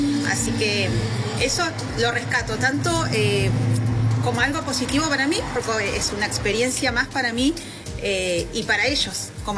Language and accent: Spanish; Río Turbio, Santa Cruz, Argentina; a lo que yo, de donde yo vengo, que es de Río Turbio, ¿no?